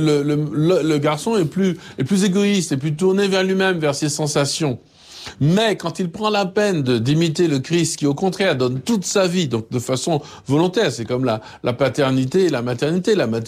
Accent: Martinique; Ce que je dis là, c'est pas en tant que Martiniquais seulement.

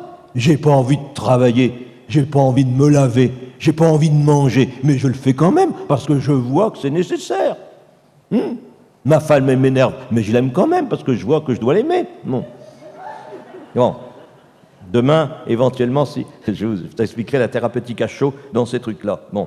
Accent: Cambrai, Hauts-de-France, France; On a dit tout à l'heure que je venais de Cambrai, célèbre pour ses bêtises. Mais à Cambrai, il y a de belles choses.

